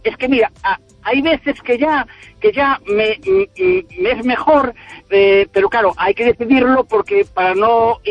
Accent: Vilarmaior, Galicia, Spain; born there; now in O Burgo, Spain; yo nací en Vilarmayor y me gusta mucho, y es más, si no voy en dos o tres días, que está, bueno, son 30 kilómetros, parece que no estoy bien

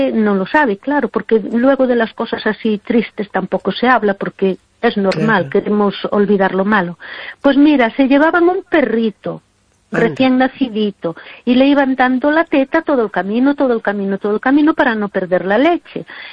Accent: Galicia, Spain; nosotros que somos tan gallegos

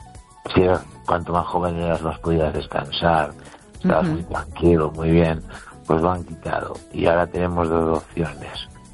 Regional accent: Galicia, Spain; Y mi pueblo está a unos 9 kilómetros o 8 de los Peares. Está en la base de la montaña.

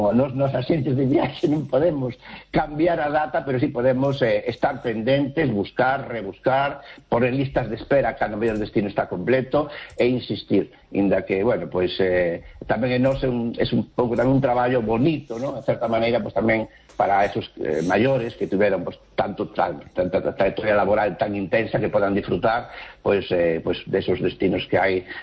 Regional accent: Galicia, Spain; tamén isto tamén enriquece non só a nós, sino tamén a donde vamos nós tamén como galegos.

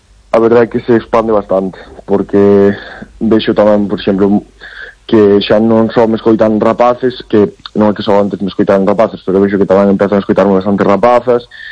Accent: Galicia, Spain; Son galego, falo galego, a miña lingua é galego, e sí que é verdad que, pues, por exemplo, as miñas primeiras letras ou así si caran en castelán

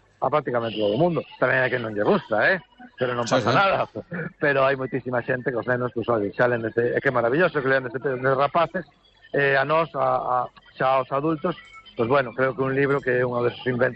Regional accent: Bañobre, Galicia, Spain; eu digo polo meu pueblo, non? Bañobre, quer dizer, non somos nin concello, temos unha verbena, ¿no?

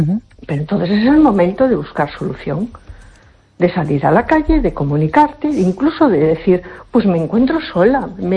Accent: A Coruña, Galicia, Spain

